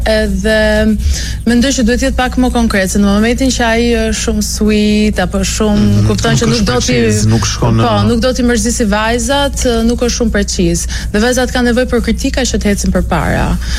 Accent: Durrës, Durrës County, Albania; Unë jam nga Durrësi, por më origjin jam Çame.

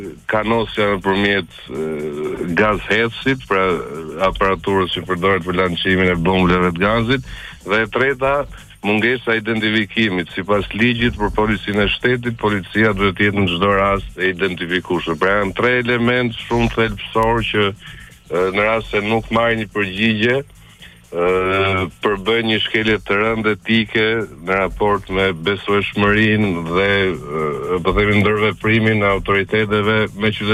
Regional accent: Tirana, Tirana County, Albania; Un vi nga Voskopoja me origjinë vet, kam lindur dhe jam rritur në Tiranë, por prindrit janë gjyshrit në sakt, janë nga Voskopoja.

